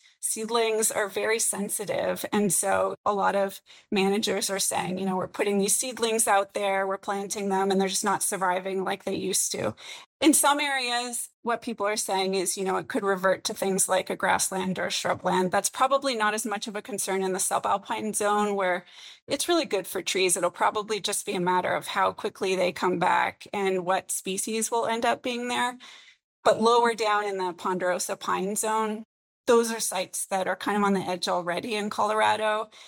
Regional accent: British Columbia, Canada; And I grew up in British Columbia, so fire is part of my life experience.

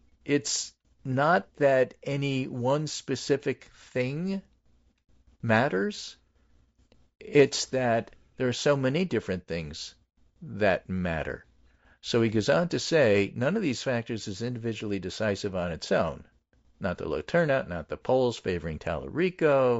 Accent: Texas, United States; but I have to write about tonight's election results in Texas, my home state.

